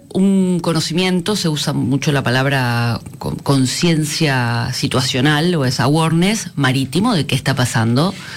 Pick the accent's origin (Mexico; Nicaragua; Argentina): Argentina; Buenos Aires; born there; Nací en Buenos Aires.